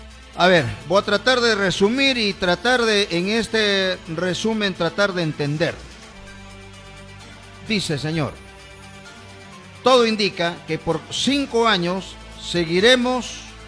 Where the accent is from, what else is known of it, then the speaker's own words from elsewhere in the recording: Peru; le pagamos los peruanos